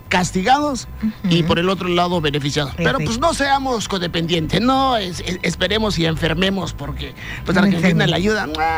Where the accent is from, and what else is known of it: Mexico